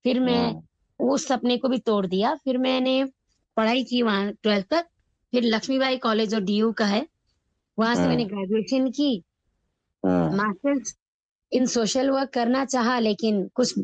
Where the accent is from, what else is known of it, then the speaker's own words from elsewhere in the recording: Kathmandu, Bagmati, Nepal; now in Delhi, India; मैं बेसिकली मैं नेपाल से बिलोंग करती हूँ, काठमांडू से।